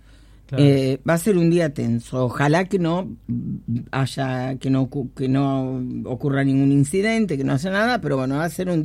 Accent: Tierra del Fuego, Argentina; somos fueguinos también.

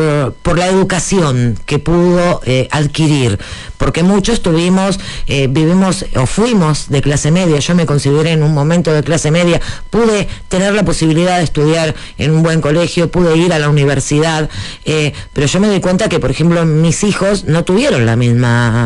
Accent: Buenos Aires, Argentina; yo no soy de La Boca, yo soy de Barracas. De Barracas, aguante, como Barracas.

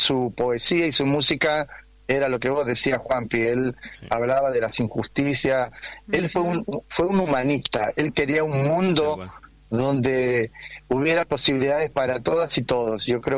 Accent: Chile; born there; moved away; yo cuando estuve en Chile, yo soy chileno, nací allá, por supuesto, en el golpe de Estado, yo estaba en Santiago

